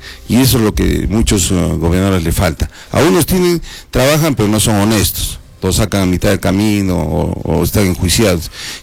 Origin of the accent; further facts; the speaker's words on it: Cerro Colorado, Arequipa, Peru; Yo soy un arequipeño nato, he nacido aquí en Cerro Colorado, amo Arequipa